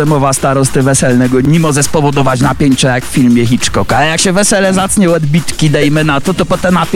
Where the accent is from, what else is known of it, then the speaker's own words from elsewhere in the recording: Lesser Poland, Poland; tu u nas na Podhalu